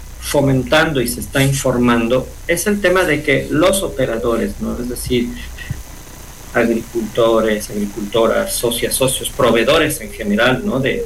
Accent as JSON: {"language": "Spanish", "country": "Ecuador", "said": "a nosotros como ecuatorianos, al estar aquí"}